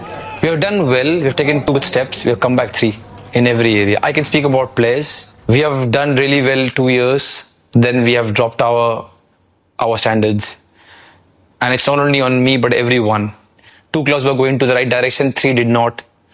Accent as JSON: {"language": "English", "country": "India", "said": "Can, as an Indian, we say that 1.5 billion people"}